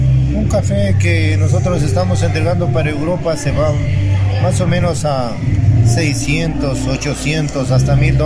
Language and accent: Spanish; Gonzanamá, Loja, Ecuador; vengo del Cantón Gonzanamá, de la parroquia Rambacona.